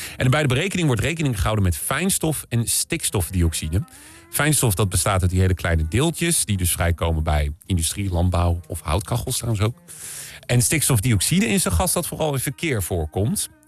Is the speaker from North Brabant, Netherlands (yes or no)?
no; Hoofddorp, North Holland, Netherlands; ik kom dan zelf uit Hoofddorp